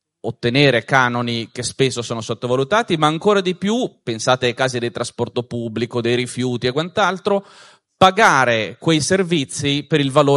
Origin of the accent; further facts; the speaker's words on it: Genoa, Liguria, Italy; Io sono genovese